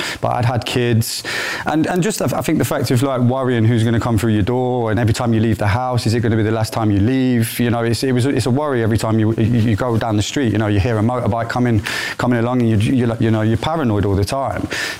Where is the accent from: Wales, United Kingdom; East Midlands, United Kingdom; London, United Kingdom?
East Midlands, United Kingdom; Nottingham; So I'm from Nottingham originally. So it was a lot of it was gang related in where I was living, the areas that I was living, the estate of people that I was around.